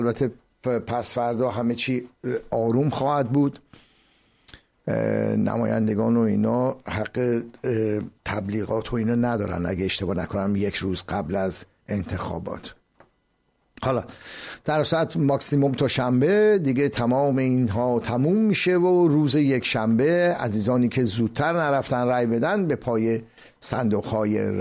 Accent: Iran; چون ما ایرانی هستیم

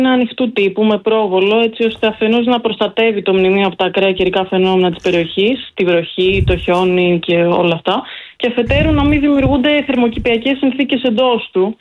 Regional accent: Nea Figaleia, Peloponnese, Greece; κατάγομαι και από τη Νέα Φιγαλία

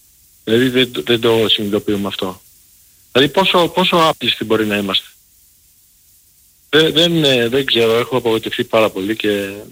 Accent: Patras, Western Greece, Greece; now in Chicago, United States; Έτυχε πέρυσι και ήμουν στην Ελλάδα, ήμουν στο χωριό μου στην Πάτρα

